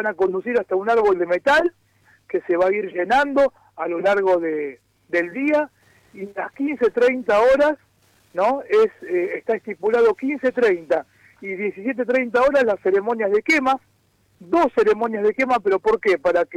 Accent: Argentina; Yo soy de Okinawa, bueno, soy argentino, pero mis ancestros son de Okinawa.

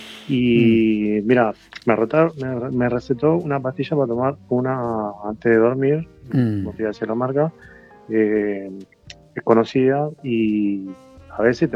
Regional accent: Pompeya, Buenos Aires, Argentina

